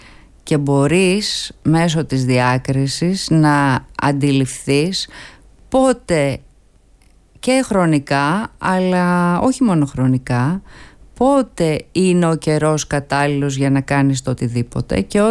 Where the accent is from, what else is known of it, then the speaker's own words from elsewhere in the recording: Platanos, Thessaly, Greece; στο χωριό μου τον Πλάτανο Τρικάλων